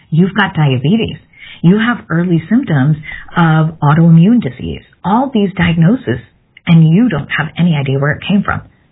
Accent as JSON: {"language": "English", "region": "Midwest", "country": "United States", "tie": "born or raised there", "said": "if you've ever had to drive on ice like I did growing up in the Midwest"}